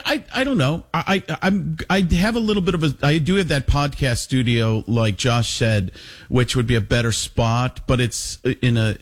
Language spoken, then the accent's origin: English; Waukesha, Wisconsin, United States; born or raised there